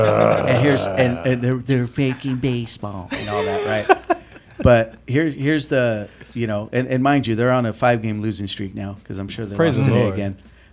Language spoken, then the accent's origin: English; Texas, United States; moved away; also born or lived in California; We grew up in Texas, you know, till we moved to California.